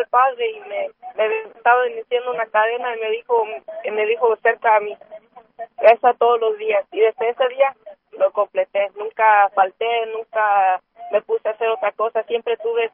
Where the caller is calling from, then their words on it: Sacramento, California, United States; Soy aquí de Sacramento